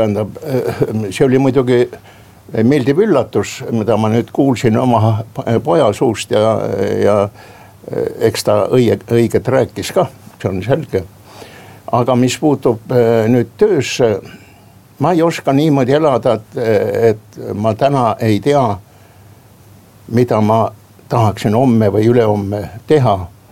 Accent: Lääne-Viru County, Estonia; minu sünnikodu lähedal on selline koht nagu Lammasmäe.

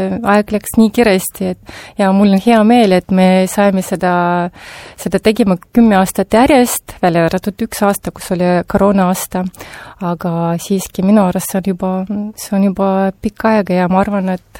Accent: Narva, Ida-Viru County, Estonia; born there; kuna ma olen sündinud Narvas, ma tahan, et Narvas oleks kultuur

